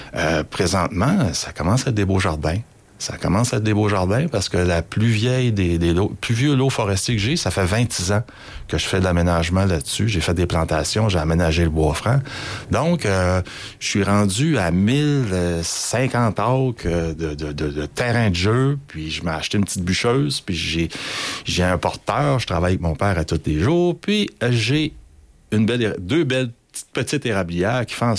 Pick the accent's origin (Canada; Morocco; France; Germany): Canada; Kedgwick, New Brunswick; Écoutez, moi, je viens de Kedgwick. J'ai gradué de l'école Marie-Gaétane.